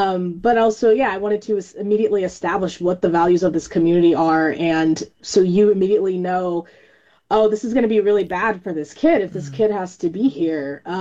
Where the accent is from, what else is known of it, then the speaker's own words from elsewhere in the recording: California, United States; And I'm from California, so I had no cultural connection to that or any knowledge about these places even existing.